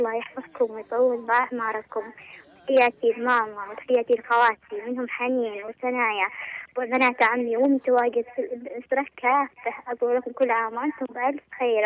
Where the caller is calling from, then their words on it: Marib, Yemen